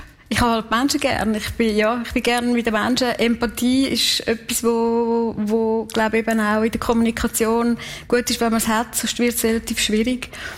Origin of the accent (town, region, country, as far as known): Kalbrunn, Switzerland; born or raised there